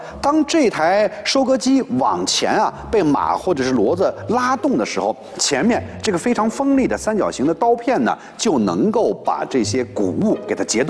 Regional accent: China; 拿我们中国人习惯用的一句话

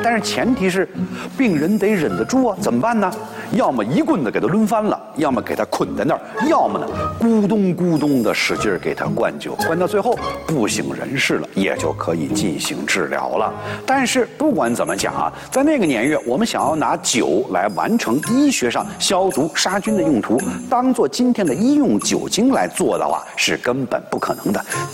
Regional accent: China

